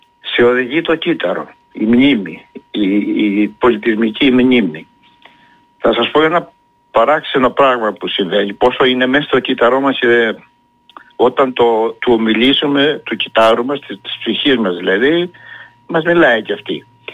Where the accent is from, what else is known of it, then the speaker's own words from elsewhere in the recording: Crete, Greece; Εγώ γι' αυτό όπου και βρεθώ, όχι μόνο στην Κρήτη δηλαδή, λέω είμαι Έλληνας. Πρώτα απ' όλα είμαι κριτικός.